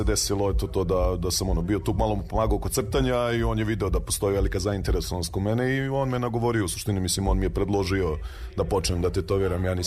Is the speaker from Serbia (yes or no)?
yes; Gornji Milanovac, Šumadija and Western Serbia, Serbia; rodom sam iz Gornjeg Milanovca, već tetoviram preko 15 godina.